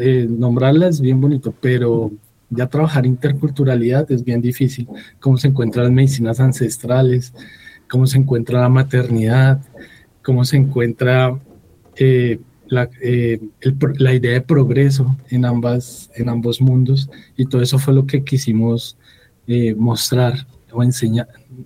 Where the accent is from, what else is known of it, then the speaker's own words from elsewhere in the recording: Colombia; somos los colombianos